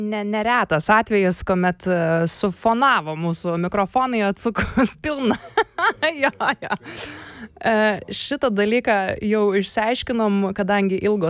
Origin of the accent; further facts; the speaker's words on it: Vilnius, Vilnius County, Lithuania; aš, pavyzdžiui, užaugau Lazdynuose, na, kas irgi net apdovanojimo tais laikais gavęs mikrorajonas už to savo Lego blokelių gražų išdėstymą